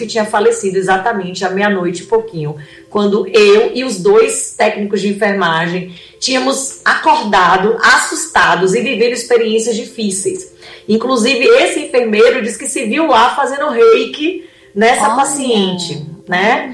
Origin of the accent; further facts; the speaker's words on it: Salvador, Bahia, Brazil; eu sou de Salvador, né, da Bahia